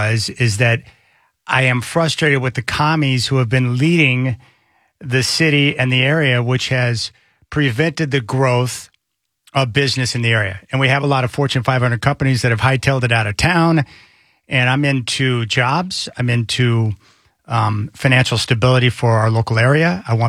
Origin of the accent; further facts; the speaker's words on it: Oklahoma, United States; Well, I'm from Oklahoma, Rick.